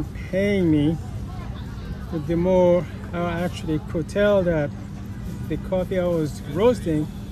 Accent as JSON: {"language": "English", "country": "Ethiopia", "tie": "born or raised there", "moved": "yes", "lives_now": "Boston, United States", "said": "I was raised in Ethiopia"}